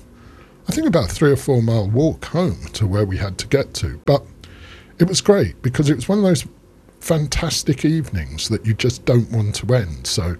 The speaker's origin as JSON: {"language": "English", "region": "London", "country": "United Kingdom", "tie": "born or raised there", "said": "I grew up in North London, in Hornsey. Went to school in Hornsey, in Crouch End, when before it was gentrified, really."}